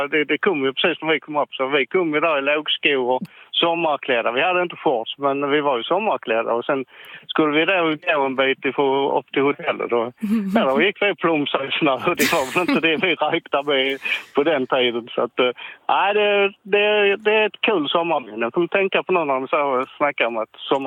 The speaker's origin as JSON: {"language": "Swedish", "region": "Skåne", "country": "Sweden", "tie": "born or raised there", "lives_now": "Simrishamn, Sweden", "said": "Jag är skåning. Jag har bott när på Östland hela mitt liv, så jag är jätteskåning."}